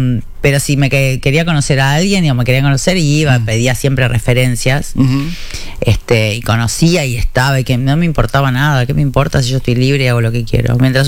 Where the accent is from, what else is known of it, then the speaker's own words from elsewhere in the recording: Uruguay; now in Argentina; Sí, yo soy uruguaya, voy por Uruguay.